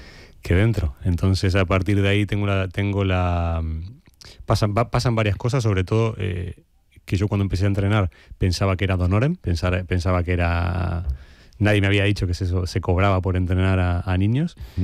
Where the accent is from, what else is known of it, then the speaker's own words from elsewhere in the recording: Argentina; now in Gandía, Spain; Muy simple, inmigrante. Vine de Argentina en 2002. Uh-huh. y mi historia con el fútbol, habiendo jugado toda la vida, uh-huh, empieza en Gandía.